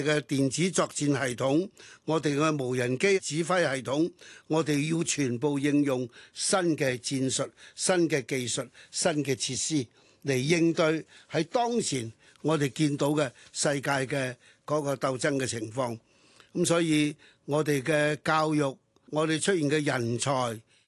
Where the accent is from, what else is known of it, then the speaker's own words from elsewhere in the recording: China; 佢係代表咗我哋中國人開眼看世界第一人，向世界學習。